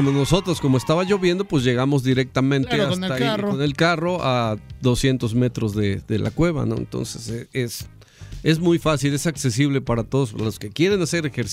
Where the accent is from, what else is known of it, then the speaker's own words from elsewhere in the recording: Xico, Veracruz, Mexico; Ya próximamente vamos a hablar de mi pueblo